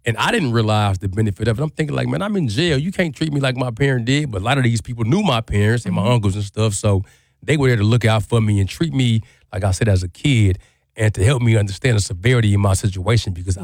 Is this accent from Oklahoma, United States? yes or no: yes; Lawton, Oklahoma, United States; born there; also born or lived in Monterey, California / Anchorage, Alaska; now in Milwaukee, United States; You know, I come from, we moved to Milwaukee from Anchorage, Alaska. I was born in Lawton, Oklahoma.